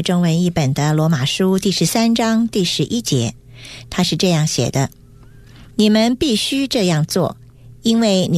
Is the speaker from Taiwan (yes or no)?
no; China; 对，我们中国人从前也常常用酒来当作消毒杀菌的东西啊。